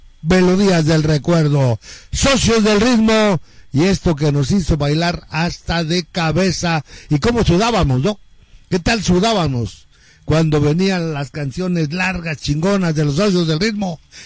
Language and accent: Spanish; San Pablo Villa de Mitla, Oaxaca, Mexico; Gracias acá en mi pueblo querido de San Pablo Ixtepec.